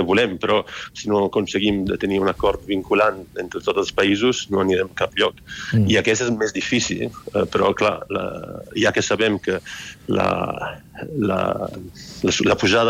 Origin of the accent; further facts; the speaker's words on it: Italy; Potser jo soc italià i tot el sud d'Europa normalment té aquesta mala fama en la capacitat de gestionar o d'organitzar-se.